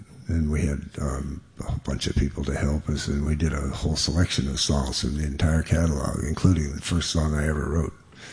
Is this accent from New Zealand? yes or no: no; New Orleans, Louisiana, United States; It's one of the questions I get all the time is, how did growing up in New Orleans affect your music?